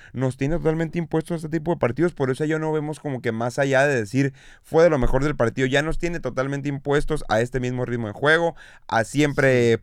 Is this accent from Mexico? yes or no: yes; Mexico